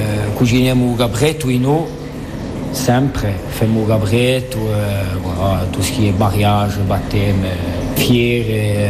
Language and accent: Italian; Augusta, Sicily, Italy; Io sono di Augusta.